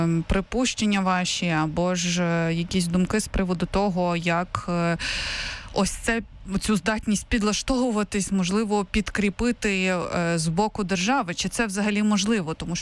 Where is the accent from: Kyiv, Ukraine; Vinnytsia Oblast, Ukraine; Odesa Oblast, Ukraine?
Kyiv, Ukraine; Ну, принаймні, знову ж таки, я як киянка не бачу цього наразі в магазинах.